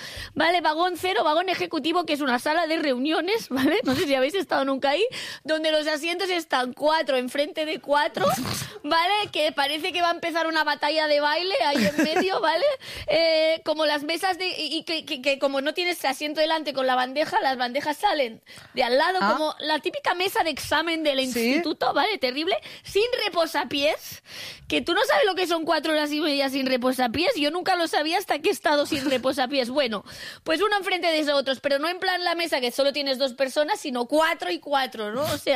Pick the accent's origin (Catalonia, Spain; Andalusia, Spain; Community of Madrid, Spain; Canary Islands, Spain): Catalonia, Spain